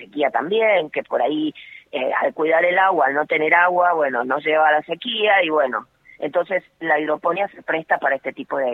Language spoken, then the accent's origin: Spanish; San Juan, Argentina; Bueno, mi provincia es San Juan.